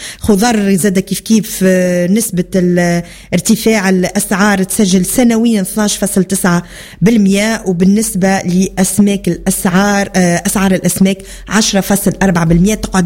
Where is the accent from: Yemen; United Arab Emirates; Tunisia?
Tunisia; Sfax, Sfax Governorate; هاي حذينا في صفاقس، مرحبا بكم، كلامنا لهجتنا السمحة المزيانة كما لهجات تونس الكل.